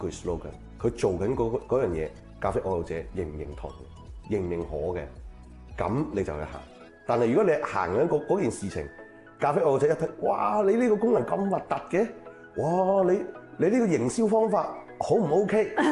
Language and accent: Cantonese; China; 即係證明，即係我哋中國人嘅需求係往上